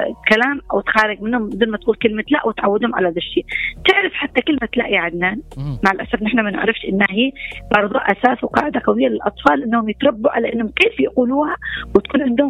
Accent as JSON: {"language": "Arabic", "country": "Yemen", "said": "فنحن كمجتمع يمني"}